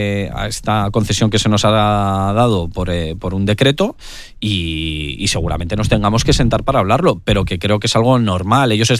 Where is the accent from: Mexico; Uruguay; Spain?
Spain; Avilés, Asturias; moved away; yo he estado muchos años fuera, he trabajado mucho fuera y vuelvo con la intención de hacer más grande mi tierra.